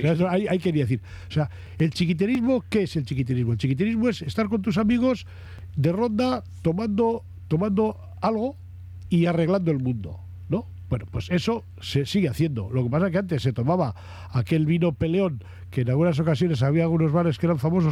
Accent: Bilbao, Basque Country, Spain; Pues no, somos de Bilbao.

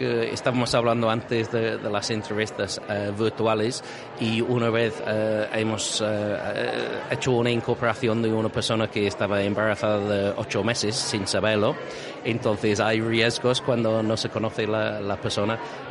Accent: United Kingdom; Spanish is a second language; now in Spain; Me estás preguntando como británico

